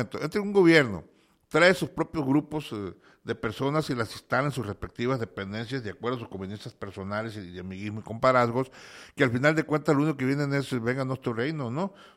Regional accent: Mexico; ¿Cuánto nos ha costado como mexicanos?

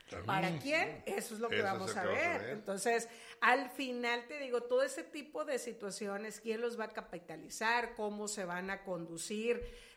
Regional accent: Mexico; todos somos mexicanos y mexicanas con las mismas garantías

